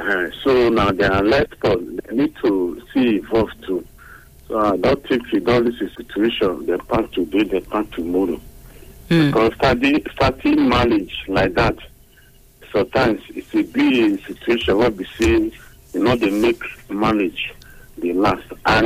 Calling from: Masaba, Nigeria; I'm calling from Masaba.

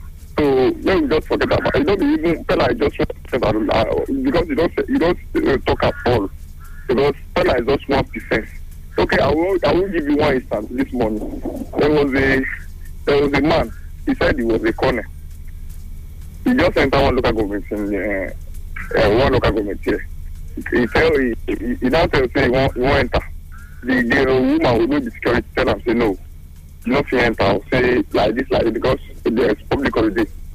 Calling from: Asaba, Delta, Nigeria; I'm calling from Asaba.

